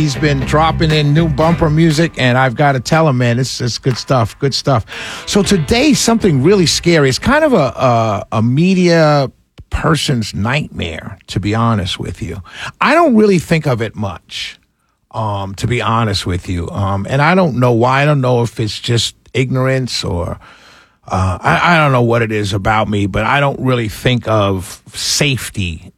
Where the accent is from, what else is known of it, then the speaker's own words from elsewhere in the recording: New York, United States; I was raised in Harlem, New York.